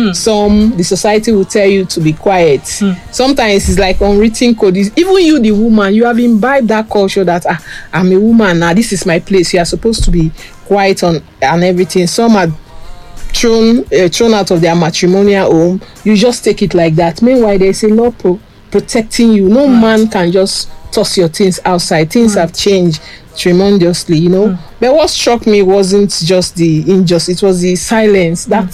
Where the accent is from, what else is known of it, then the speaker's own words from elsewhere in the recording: Warri, Delta, Nigeria; I was born and bred in Warri